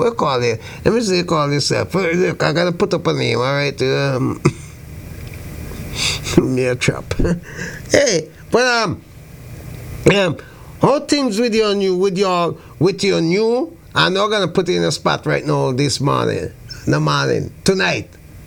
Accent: St. Vincent & Grenadines; born or raised there; moved away

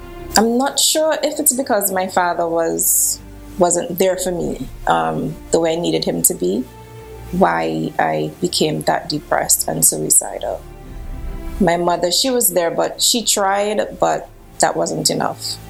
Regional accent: Antigua & Barbuda; I am from Antigua and Barbuda.

